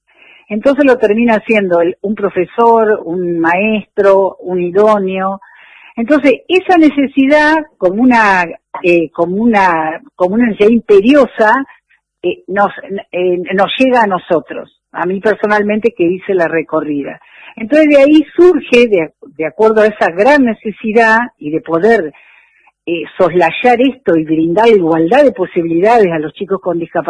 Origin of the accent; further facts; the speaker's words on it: Puerto Madryn, Chubut, Argentina; yo estoy en Madrid, soy de Madrid